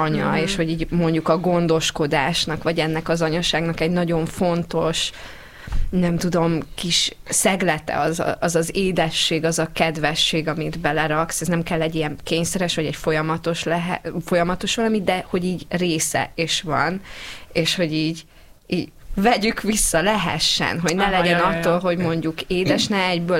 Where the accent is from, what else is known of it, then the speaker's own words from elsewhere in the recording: Székely Land, Romania; én Székelyföldön nőttem fel, ott nagyon gyakori az, hogy édesanyának szólítják a gyerekeket.